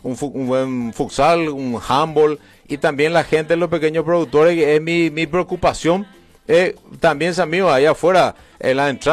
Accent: Carapeguá, Paraguarí, Paraguay; nosotros somos los carapegueños, somos los de Cuapoilón

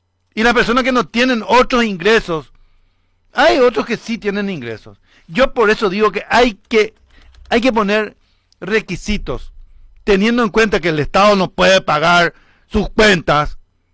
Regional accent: Paraguay; somos pelotudos los paraguayos.

